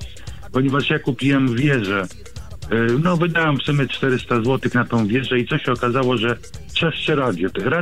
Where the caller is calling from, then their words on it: Grudziądz, Kuyavian-Pomeranian Voivodeship, Poland; Ja z Grudziądza jestem.